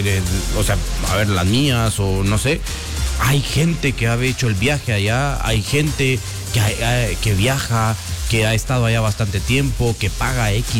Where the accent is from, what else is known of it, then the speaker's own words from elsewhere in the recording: Guatemala; soy guatemalteco